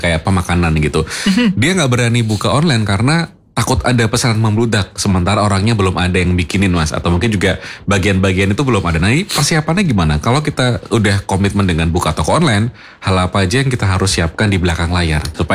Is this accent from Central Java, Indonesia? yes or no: yes; Banyumanik, Central Java, Indonesia; Saya orang Banyumanik akan nyarinya di Tembalang sih, Mas.